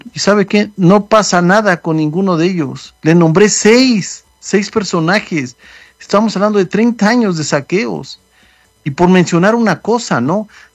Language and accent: Spanish; Mexico; now in United States